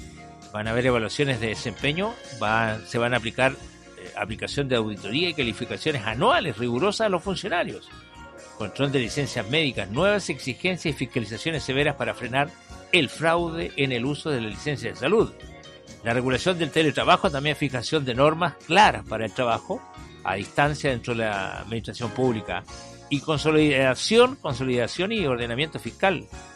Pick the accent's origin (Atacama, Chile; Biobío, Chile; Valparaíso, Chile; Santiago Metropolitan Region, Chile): Atacama, Chile; Chañaral; born there; now in Vallenar, Chile; nací en Chañaral, estuve harto tiempo en Chañaral y después me vine a vivir a Vallenar con la familia completa. Mi padre fue trasladado por la CMP para acá